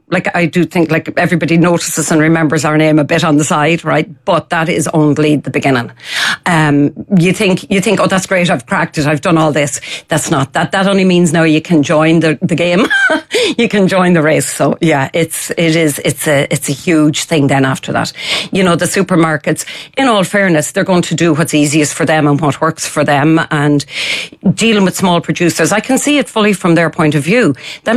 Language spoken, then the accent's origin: English; Ireland; as an Irish person